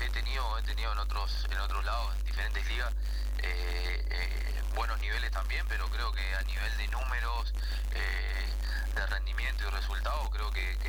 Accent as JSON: {"language": "Spanish", "country": "Uruguay"}